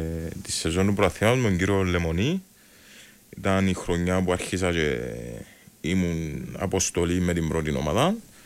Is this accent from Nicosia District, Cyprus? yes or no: yes; Lythrodontas, Nicosia District, Cyprus; born there; Ναι, ξεκίνησα από την ομάδα του χωριού μου την αναγέννηση.